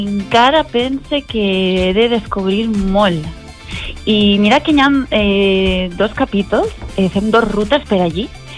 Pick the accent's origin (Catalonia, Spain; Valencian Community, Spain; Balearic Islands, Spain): Valencian Community, Spain; Alcoy; jo soc alcoiana